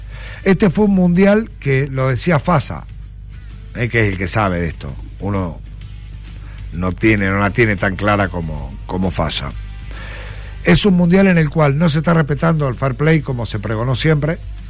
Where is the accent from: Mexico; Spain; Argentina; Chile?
Argentina; sé cómo somos los argentinos.